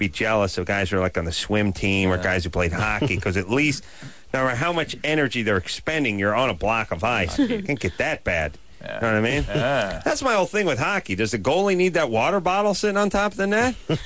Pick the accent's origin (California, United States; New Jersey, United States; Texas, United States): California, United States; North Hollywood; No, I'm from North Hollywood.